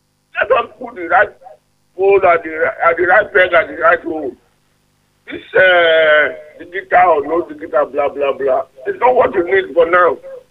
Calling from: Ore, Ondo, Nigeria; from Ore.

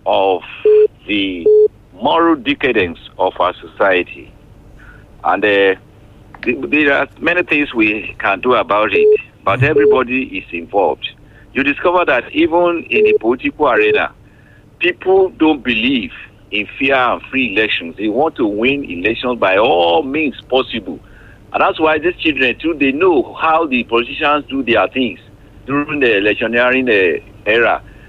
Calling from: Iwaroka, Ondo, Nigeria; I'm calling from Iwaroka. I am coming that way.

